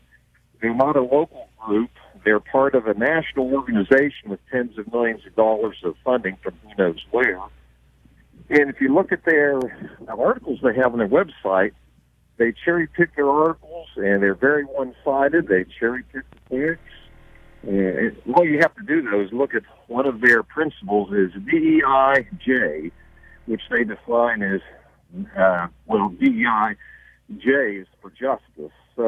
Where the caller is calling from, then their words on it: North Carolina, United States; because I'm calling you from the Outer Banks. I'm on vacation